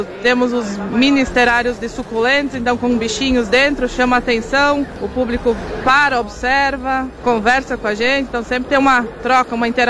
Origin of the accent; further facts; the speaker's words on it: Travesseiro, Rio Grande do Sul, Brazil; Nós somos de Travesseiro